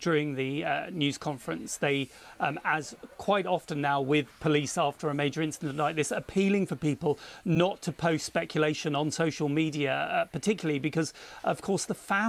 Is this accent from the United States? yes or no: no; Devon, South West England, United Kingdom; born there; I know I was born in Devon